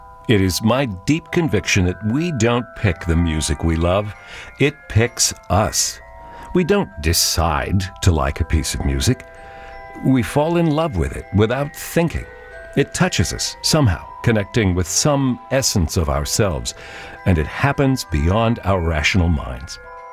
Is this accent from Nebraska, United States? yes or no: yes; Scottsbluff, Nebraska, United States; now in New York, United States; This is the end of a journey for me in broadcasting that began nearly 50 years ago in my hometown of Scotts Bluff, Nebraska